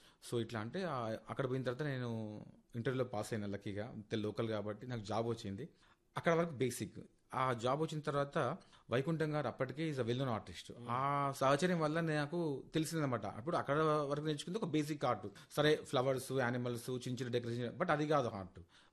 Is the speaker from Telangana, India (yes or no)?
yes; Hyderabad, Telangana, India; Sir నేను పుట్టింది సైదాబాద్లో sir.